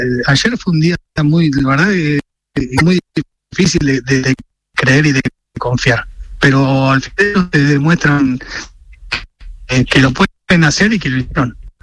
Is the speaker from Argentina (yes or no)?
yes; Argentina; como argentinos a nosotros nos ilusiona muchísimo.